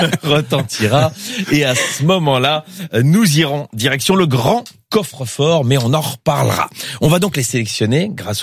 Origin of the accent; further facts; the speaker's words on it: Belgium; Moi, je suis belge